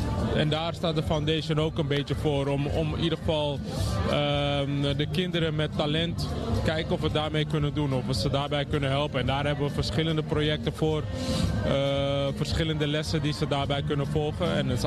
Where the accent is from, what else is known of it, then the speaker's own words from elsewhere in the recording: Amsterdam, North Holland, Netherlands; moved away as an adult; now in Hoofddorp, Netherlands; aan de buurt waar ik ben opgegroeid.